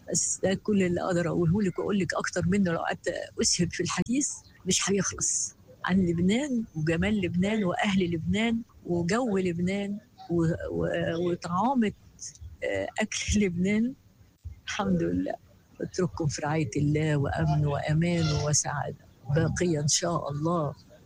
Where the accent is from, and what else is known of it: Cairo, Cairo Governorate, Egypt